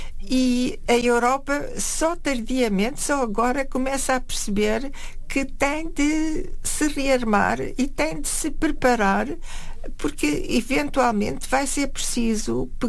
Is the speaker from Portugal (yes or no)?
yes; Coimbra, Centro, Portugal; eu andei na escola pública, no liceu Infanta Dona Maria, em Coimbra, onde nasci